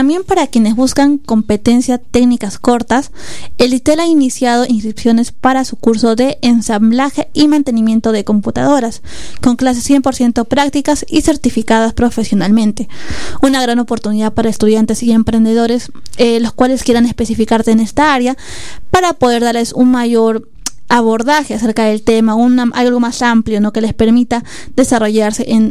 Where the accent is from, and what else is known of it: Tacna, Peru